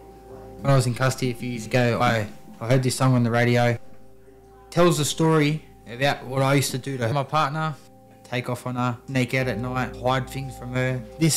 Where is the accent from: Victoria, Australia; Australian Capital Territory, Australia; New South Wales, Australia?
New South Wales, Australia; Penrith; I grew up in Penrith, Western Suburbs, so Sydney. 2000, I moved to Mount Druitt.